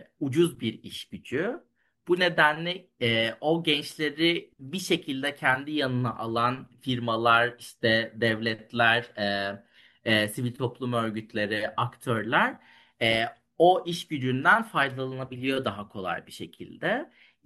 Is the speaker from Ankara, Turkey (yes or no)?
no; Nevşehir, Turkey; İşte ben Nevşehirliyim. Nevşehir'in Kozaklı kasabası, eskiden köy olan.